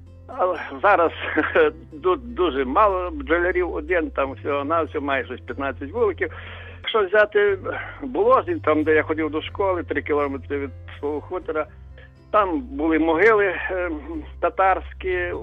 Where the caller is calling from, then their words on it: Lviv Oblast, Ukraine; з Львівщини.